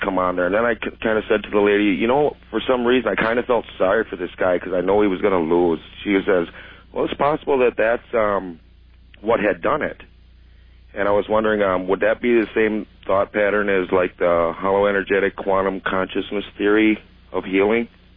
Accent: St. Paul, Minnesota, United States; I'm from St. Paul, Minnesota.

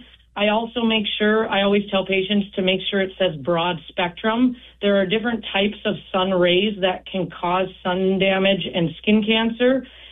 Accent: Marshall, Minnesota, United States; So I'm originally from Marshall, Minnesota, just a little bit further south.

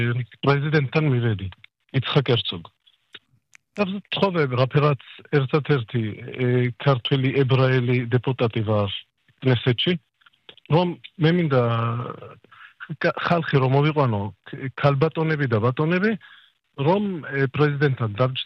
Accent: Israel; born there; Georgian is a second language; ჩემი ქართული არა ისე კაი და მე მგონი გამიგებთ. ისრაელში დაბადებული ვარ და

